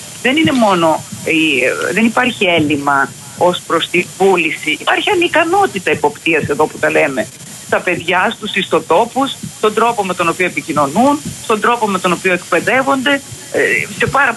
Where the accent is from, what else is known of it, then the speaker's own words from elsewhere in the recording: Greece; Και εμείς το τονίσαμε ως Έλληνες